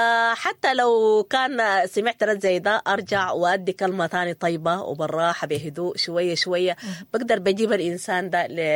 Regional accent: Sudan; احنا كلنا سودانيين

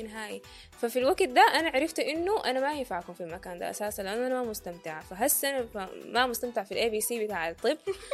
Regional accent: Sudan; زي مثلا عندنا في السودان لما حصلت الحرب ما كان عندي اوبشن

